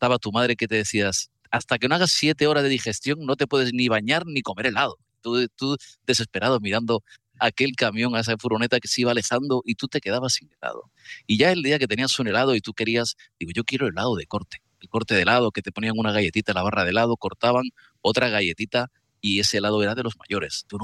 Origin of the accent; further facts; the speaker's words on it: Santander, Cantabria, Spain; soy originario de Santander